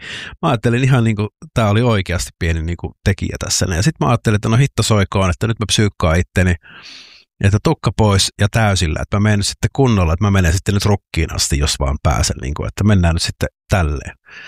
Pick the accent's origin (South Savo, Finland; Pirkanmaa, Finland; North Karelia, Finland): North Karelia, Finland; Joensuu; minähän olen siis Joensuusta kotoisin ja siellä elin lukion loppuun